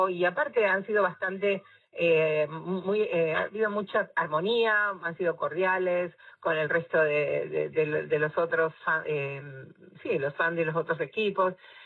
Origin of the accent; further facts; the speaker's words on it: Argentina; yo soy argentina